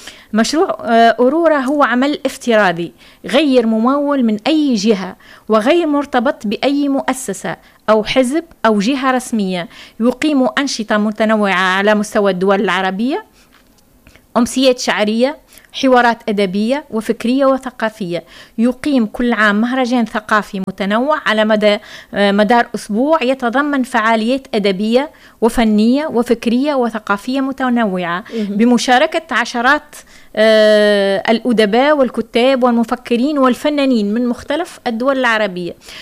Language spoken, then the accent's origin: Arabic; Tunisia; كان عندنا في تونس